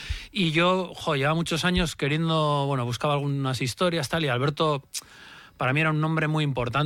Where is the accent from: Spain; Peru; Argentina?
Spain; San Sebastián, Basque Country; yo soy de Donostiarra del 76, pero yo creo que los que fuimos niños en los 80... los niños vascos de los 80